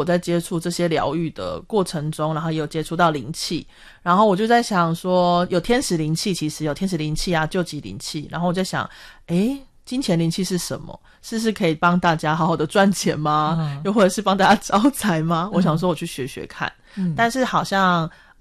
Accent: Japan; Chinese is a second language; 对，然后我是一个日本人

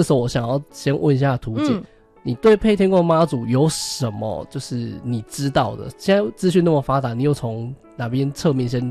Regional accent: Yunlin County, Taiwan; also born or lived in Tainan; now in Chiayi, Taiwan; 我在台南出生，云林长大，嘉义定居

